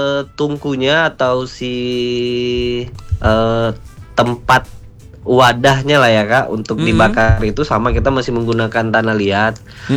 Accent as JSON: {"language": "Indonesian", "region": "West Sumatra", "country": "Indonesia", "moved": "yes", "lives_now": "Bogor, Indonesia", "said": "Kebetulan saya memang orang Sumatera Barat."}